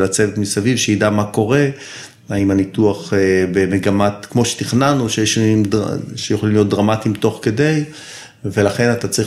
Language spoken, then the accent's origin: Hebrew; Tel Aviv, Tel Aviv District, Israel; now in Zikhron Ya'akov, Israel; אני תל אביבי במקור, גר היום בזיכון, בן 56